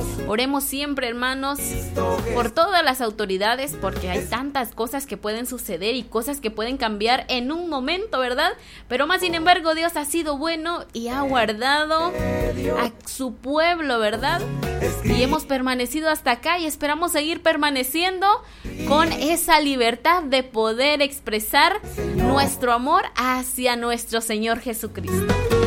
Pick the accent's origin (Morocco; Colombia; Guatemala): Guatemala; porque somos guatemaltecos, ¿verdad? Nuestras raíces son guatemaltecas y qué bendición ser de Guatemala.